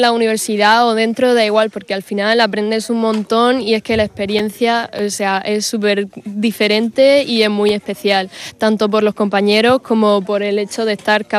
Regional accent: Region of Murcia, Spain; moved away as an adult; now in Valencia, Spain; siendo de Murcia

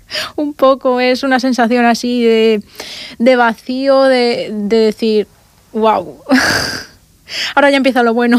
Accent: Hellín, Castilla-La Mancha, Spain; moved away as an adult; now in Murcia, Spain; Yo en mi caso me he salido de mi pueblo, estoy aquí viviendo en Murcia.

